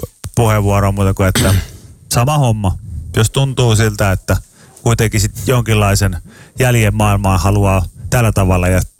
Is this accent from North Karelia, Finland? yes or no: no; Pori, Satakunta, Finland; Mä oon Porista, joten sen takia ei.